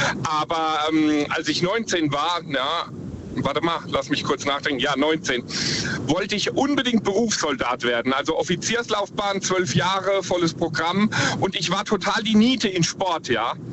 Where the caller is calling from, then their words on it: Ruppertsberg, Rhineland-Palatinate, Germany; Ich komme aus der Ecke Rupertsberg.